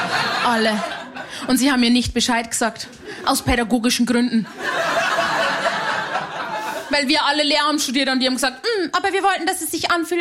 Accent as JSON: {"language": "German", "town": "Simbach", "region": "Bavaria", "country": "Germany", "said": "Meine Leitung war sehr lang, weil ich bin aus Hanusdorf bei Simbach bei Landa in der Isar. Da gibt's sowas nicht."}